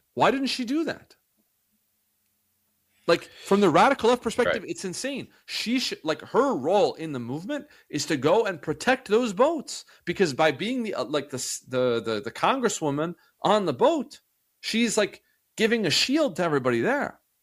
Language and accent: English; United States; as an American